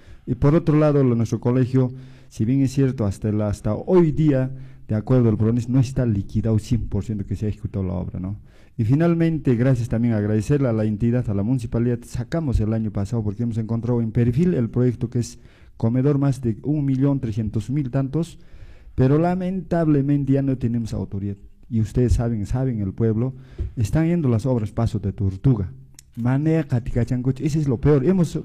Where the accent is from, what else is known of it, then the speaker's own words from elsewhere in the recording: Santo Tomás, Cusco, Peru; problemática de nuestra tierra, Santo Tomás